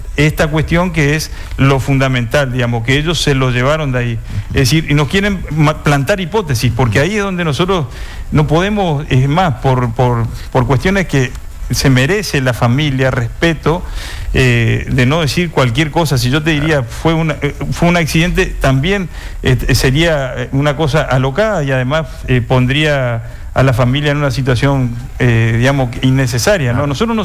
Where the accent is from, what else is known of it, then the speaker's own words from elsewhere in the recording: Formosa, Argentina; Yo soy de Formosa